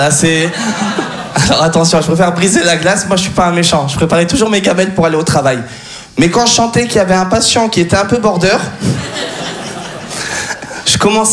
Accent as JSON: {"language": "French", "country": "France", "said": "Je suis français d'origine tunisienne."}